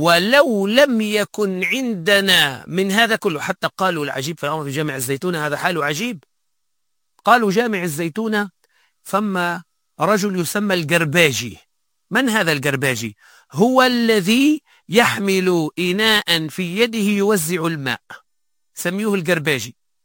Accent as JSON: {"language": "Arabic", "country": "Tunisia", "said": "حتى بعض المفتين عندنا في تونس"}